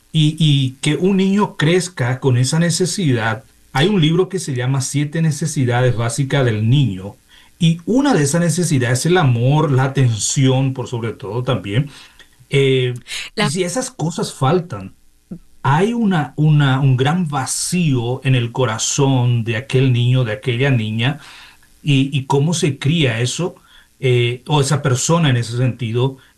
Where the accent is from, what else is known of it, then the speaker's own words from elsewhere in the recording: Paraguay; moved away as an adult; now in Manitoba, Canada; originalmente somos de Paraguay, pero va a ser 10 años que estamos viviendo aquí en Canadá, especialmente en la provincia de Manitoba. Vengo de una familia de muchos hermanos, somos 8 hermanos.